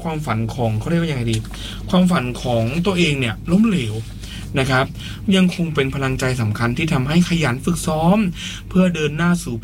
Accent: Phuket, Thailand; เป็นคนชาวจังหวัดภูเก็ตเป็นเยาวชนชาวภูเก็ตแล้วกันนะครับ

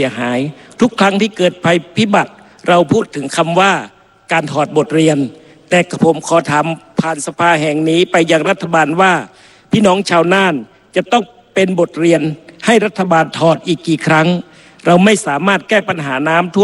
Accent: Nan Province, Nan, Thailand; ผมเป็นคนจังหวัดน่าน

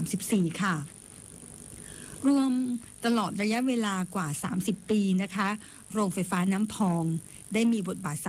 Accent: Khon Kaen, Thailand; ในฐานะที่เราเป็นคนขอนแก่นค่ะ

